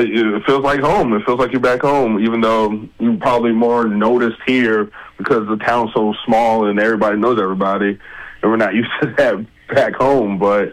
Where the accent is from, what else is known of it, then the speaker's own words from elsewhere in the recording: Orlando, Florida, United States; Born and raised in Orlando, went to college at Florida International, which is in Miami. So I've always been a Florida boy